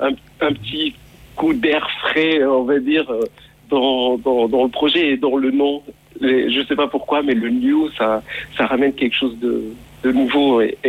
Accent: Morocco; moved away as an adult; now in France; d'abord, j'ai grandi au Maroc. Je suis né et grandi jusqu'à l'âge de 27 ans. J'ai vécu au Maroc. J'ai fait mes études là-bas, à la fac. Et après, je suis venu m'installer en France pour la musique.

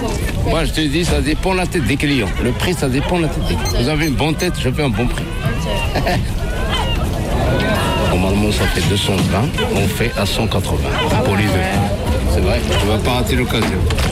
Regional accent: Brittany, France; est jumelés avec Saint-Malo, parce que c'est la marchita qui a fait le tour, dirons pas. Alors nous, on est des Bretons du Sud.

